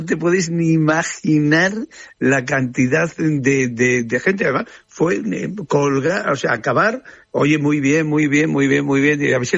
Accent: Trujillo, Extremadura, Spain; born or raised there

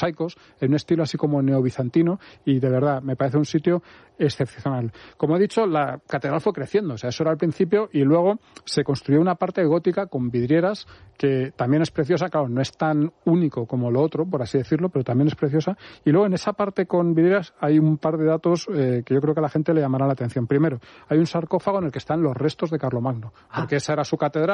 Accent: Spain; A mí los ríos grandes, como buen español que estamos acostumbrado a que los ríos sean, pues como son aquí en España

